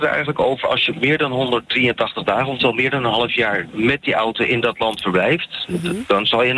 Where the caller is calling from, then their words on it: Portugal; Ik woon in Portugal.